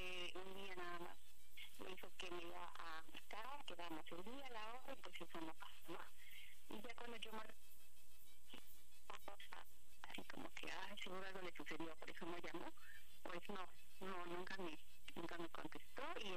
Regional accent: Oaxaca, Mexico; Tengo 38 y soy de Oaxaca.

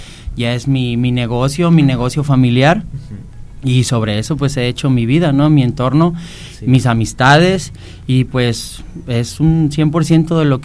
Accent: Jalisco, Mexico; donde yo soy, de ahí de Jalisco

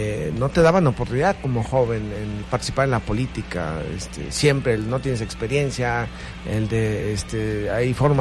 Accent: Paracho, Michoacán, Mexico; Sí, rápidamente, pues, yo soy originario del municipio de Paracho, actualmente tengo 47 años de edad.

